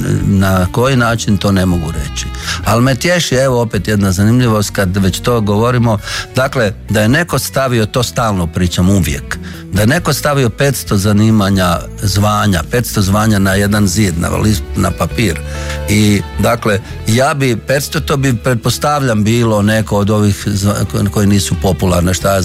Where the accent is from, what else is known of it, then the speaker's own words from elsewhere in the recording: Slatina, Virovitica-Podravina County, Croatia; A kako sam porijeklom iz Slatine, a Slatina je na rimskom, na kojem, Marinianis.